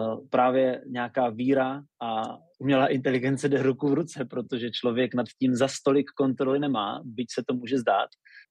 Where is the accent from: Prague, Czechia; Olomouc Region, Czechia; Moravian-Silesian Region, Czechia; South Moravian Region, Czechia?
Olomouc Region, Czechia; Lipník nad Bečvou; který bydlel v Lipníku nad Bečvou, což je místo, odkud pocházím i já.